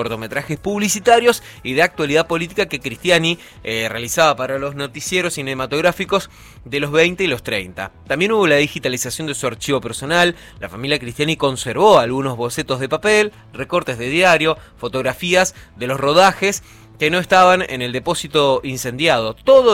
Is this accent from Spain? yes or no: no; Argentina